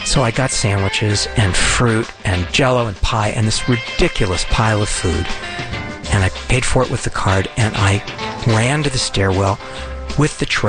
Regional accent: Los Angeles, California, United States; born there; I was born in Los Angeles, where I still live.

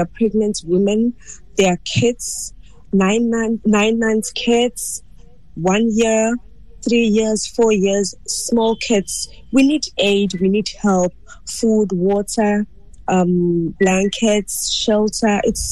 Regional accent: South Africa; See, I grew up here in South Africa. My grandmother was a teacher here in South Africa, and I stayed with her. So I grew up here in South Africa. I didn't grow up in Ghana

